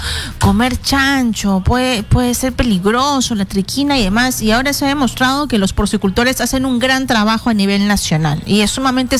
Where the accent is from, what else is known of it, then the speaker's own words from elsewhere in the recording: Peru; la ganamos los peruanos.